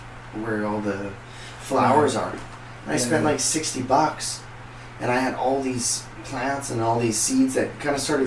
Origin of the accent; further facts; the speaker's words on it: Edmonton, Alberta, Canada; moved away; I'm from Edmonton originally.